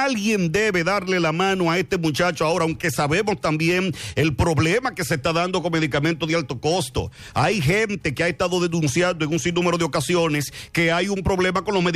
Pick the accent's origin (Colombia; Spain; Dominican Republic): Dominican Republic; el único respaldo que uno tiene como dominicano